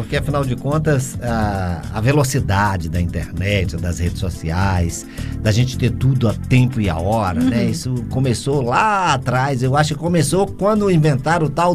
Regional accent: Teresina, Piauí, Brazil; moved away; Teresina? Ô, minha terra, um abraço aí para os queridos conterrâneos.

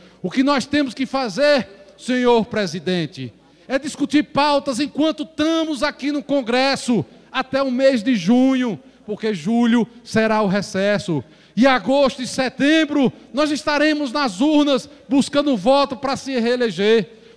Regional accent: Bahia, Brazil; eu que venho lá do sertão da Bahia

